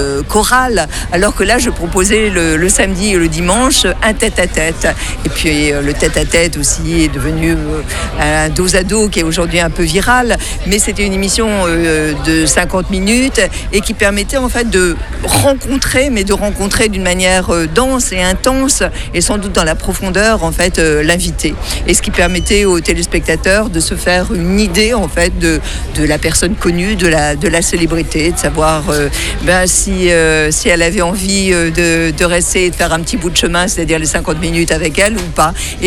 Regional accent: Brittany, France

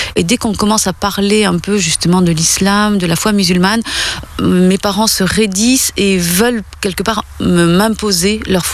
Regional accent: France; born there; Je suis née en France. Mes parents sont arrivés pendant la guerre d'Algérie. En France, je me suis toujours sentie française et bien dans mes baskets.

